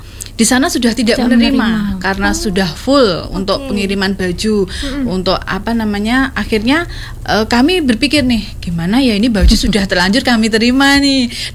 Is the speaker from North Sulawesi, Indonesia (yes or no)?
no; Madiun, East Java, Indonesia; Saya dari Madiun di Mojorejo.